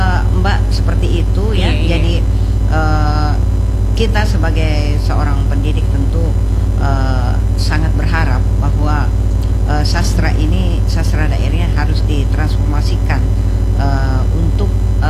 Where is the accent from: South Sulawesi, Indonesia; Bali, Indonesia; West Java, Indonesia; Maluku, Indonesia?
South Sulawesi, Indonesia; accent: Makassar; Padahal kita juga punya logat seperti ini. Saya kan sudah